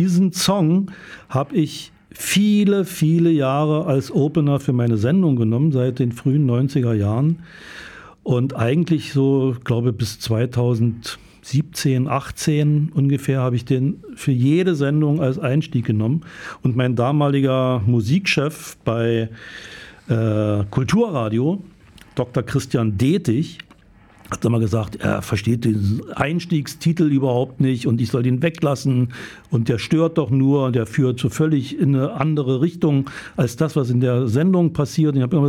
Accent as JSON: {"language": "German", "region": "East Germany", "country": "Germany", "said": "Ich ging dann nach Berlin zum SFB praktisch, war da als Ossi erstmal so ein bisschen"}